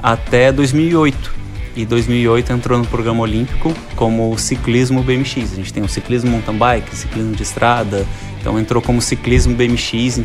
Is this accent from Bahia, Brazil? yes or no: no; Minas Gerais, Brazil; moved away as an adult; also born or lived in Rio de Janeiro; eu sou carioca, só que com 1 ano eu fui morar em Minas e morei até o ano passado em Minas. Então foram 33 anos morando em Minas.